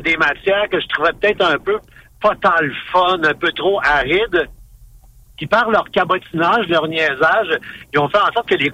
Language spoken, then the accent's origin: French; Montreal, Quebec, Canada; Et ma famille vient de l'Abitibi du Témiscamingue. J'ai été élevé à Montréal, là